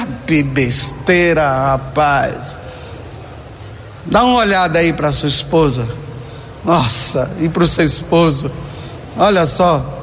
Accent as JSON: {"language": "Portuguese", "region": "Bahia", "country": "Brazil", "said": "Mas eu sou baiano, tem gente que acha que eu sou capixaba, outros acham que eu sou de Santo. Não, eu sou baiano."}